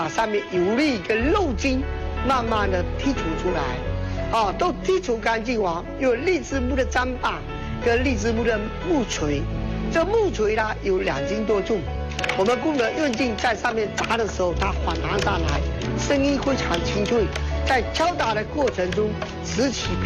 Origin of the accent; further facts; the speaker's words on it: Fuzhou, Fujian, China; 北方人逢年过节包饺子，我们福州人就是包肉宴